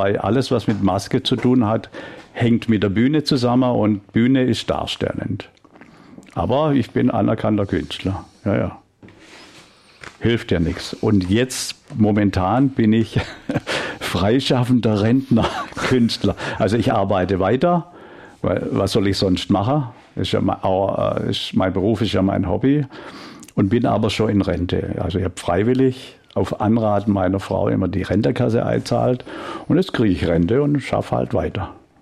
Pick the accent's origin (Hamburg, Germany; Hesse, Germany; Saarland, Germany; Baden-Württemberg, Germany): Baden-Württemberg, Germany; Weiler in den Bergen; born there; bürgerlicher Umfeld aufgewachsen und zwar in einem kleinen Kuhnest. Bin geboren in Weiler in den Bergen. Das ist noch kleineres Kuhnest. Bin also unter Bauern aufgewachsen, bin als kleiner Junge mit so 4, 5 erstmal selbst mit dem Traktor gefahren.